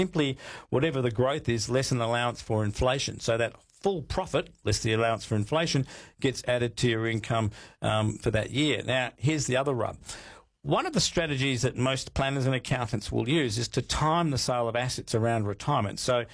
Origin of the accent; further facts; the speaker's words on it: Western Australia, Australia; In my home state of WA, they do it by private treaty, very few auctions.